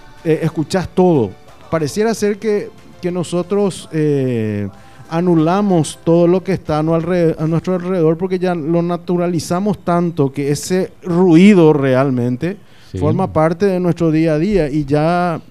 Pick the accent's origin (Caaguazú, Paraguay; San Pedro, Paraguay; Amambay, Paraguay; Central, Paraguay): San Pedro, Paraguay; Nosotros somos de San Pedro, somos norteños, segundo departamento.